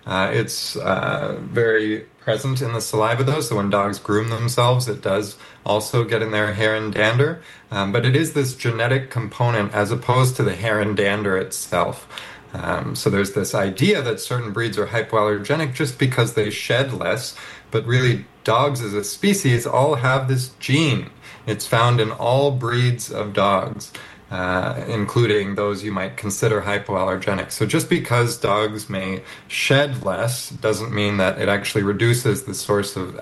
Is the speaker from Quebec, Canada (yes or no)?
no; Toronto, Ontario, Canada; So I've been allergic to dogs my entire life. I grew up in Toronto, actually, and in Canada, and my family could never have a dog because of my allergies.